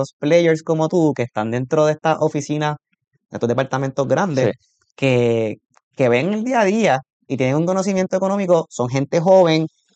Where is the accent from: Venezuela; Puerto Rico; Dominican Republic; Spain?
Puerto Rico